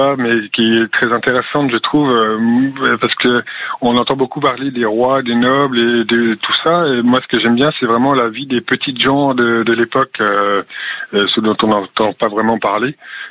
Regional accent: Plouezec, Brittany, France; Moi, je suis originaire de Plouezec. J'ai virevolté de gauche et de droite pendant quelques années, puis je suis revenu ici auprès de mes parents

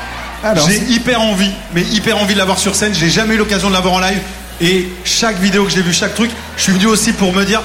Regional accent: Pays de la Loire, France; now in Paris, France; Écoute, j'ai grandi en Vendée et après j'ai grossi à Paris

